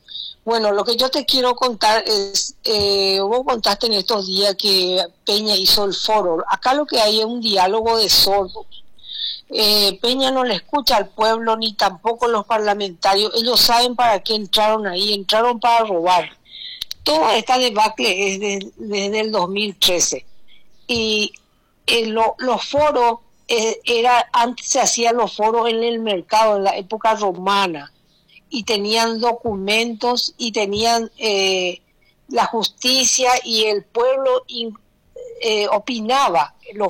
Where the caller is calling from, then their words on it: Asunción, Paraguay; yo soy la única asuncena.